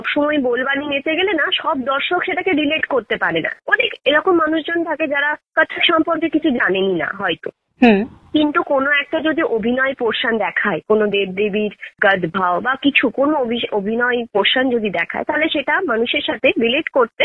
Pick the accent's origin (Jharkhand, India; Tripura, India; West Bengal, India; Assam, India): West Bengal, India; Raghunathganj; moved away; আমার বাড়ি হচ্ছে অ্যাকচুয়ালি মুর্শিদাবাদ